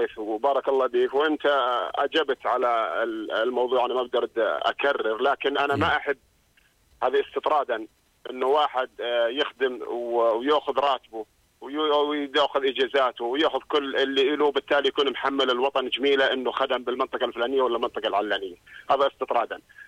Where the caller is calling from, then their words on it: Jordan; احنا كمواطنين اردنيين